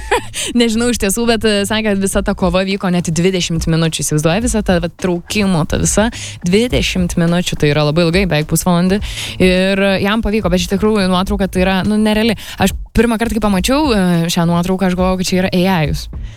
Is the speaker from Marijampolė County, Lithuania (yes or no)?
no; Kaunas, Kaunas County, Lithuania; tarp kitko šiandien kažkaip kauniečių turėjom daug visai ir skambino mergina ir mes patys esam iš Kauno.